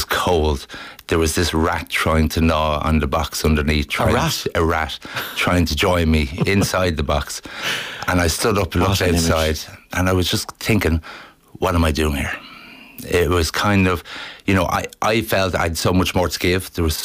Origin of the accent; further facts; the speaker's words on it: Dublin, Leinster, Ireland; we grew up in Beaumont, and then when that house got a little bit too small, we moved into Clontarf.